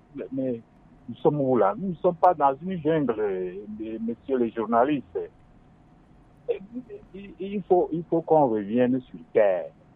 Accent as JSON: {"language": "French", "country": "Togo", "said": "Nous sommes tous des Togolais. Entre nous, on peut s'arranger."}